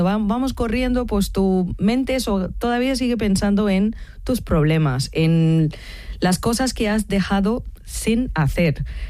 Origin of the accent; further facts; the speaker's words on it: Chennai, Tamil Nadu, India; moved away as an adult; now in Spain; soy de Chennai, del sur de la India. Llevo 20 años en España.